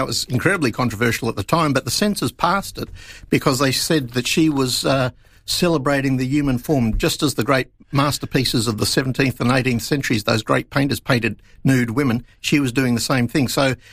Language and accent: English; Queensland, Australia; moved away as an adult; also born or lived in Ballarat / Sydney; Well, Queensland is where I grew up. I was born in Ballarat, but I grew up in Queensland, and I left there. I left Sydney about 20 years ago because it was getting too busy for me